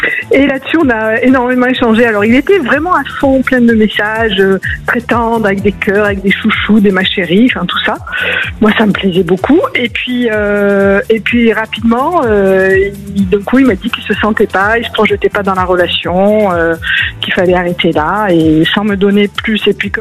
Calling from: Southern France, France; Je suis dans le sud de la France.

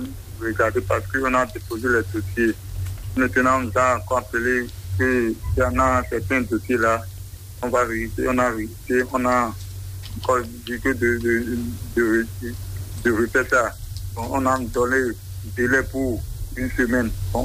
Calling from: Adjarra, Ouémé, Benin; J'appelle de Porte-Nouveau, commune d'Adjar, arrondissement de Manri, quartier Yézié.

